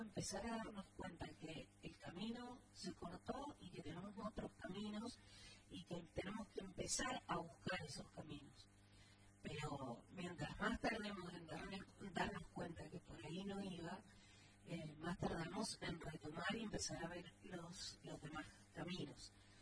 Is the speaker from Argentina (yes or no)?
yes; Argentina